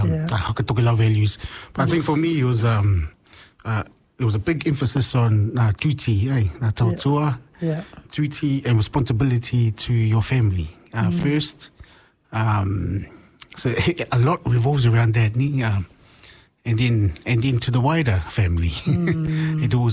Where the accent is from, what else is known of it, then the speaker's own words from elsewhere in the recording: Porirua, Wellington, New Zealand; I'm from Porirua, born and raised a Poro Shark, but also a product of both my parents, and the families I come from.